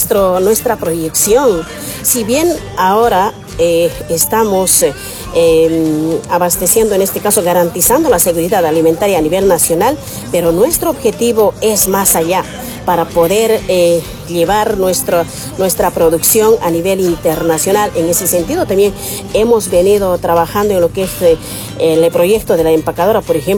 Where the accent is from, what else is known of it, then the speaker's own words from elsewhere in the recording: Bolivia; estamos atravesando como bolivianos y bolivianas en nuestro país